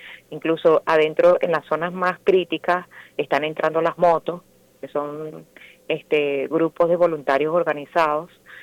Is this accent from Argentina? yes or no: no; Venezuela; now in Murcia, Spain; No soy de la zona, pero soy venezolana.